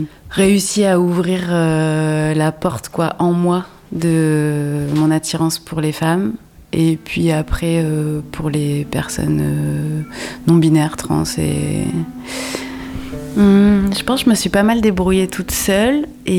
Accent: Occitanie, France; born there; also born or lived in Montpellier; now in La Guépie, France; Et moi je suis originaire de vers Montpellier, entre Montpellier et Larzac quoi. C'était un milieu très rural. En fait en vrai j'ai grandi à Montpellier dans un squat jusqu'à mes 6-7 ans. Et puis ensuite, je suis partie dans un tout petit village avec ma maman, qui s'appelle Les Sals. C'est vers le plateau du Larzac, quoi.

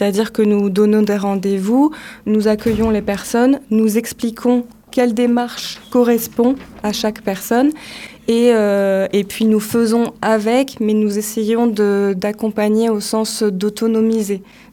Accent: France; j'ai 33 ans, je suis française, je parle français. Je comprends la difficulté d'apprendre une langue car j'apprends l'anglais.

